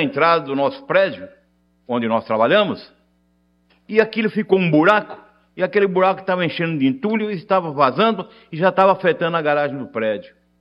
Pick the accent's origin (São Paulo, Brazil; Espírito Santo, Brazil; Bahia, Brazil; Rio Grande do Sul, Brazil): São Paulo, Brazil; Pirassununga; eu sou lá de Pirassununga, onde tem a Cachoeira de Emas